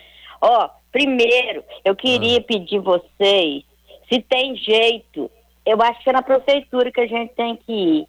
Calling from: Gaspar, Santa Catarina, Brazil; Eu sou do Gaspar.

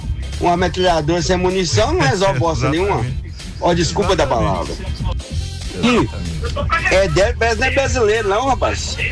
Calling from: Brazil; eu sou brasileiro, rapaz.

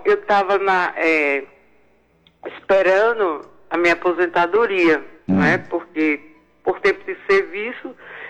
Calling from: Natal, Rio Grande do Norte, Brazil; Natal, Rio Grande do Norte.

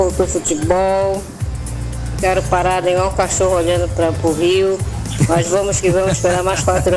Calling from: Brazil; Somos brasileiros

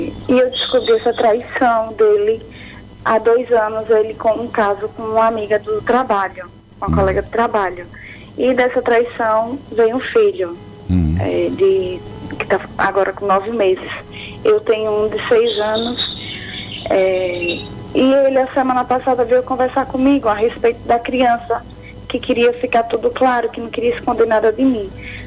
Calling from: Brazil; Eu estou falando de algum lugar do Brasil.

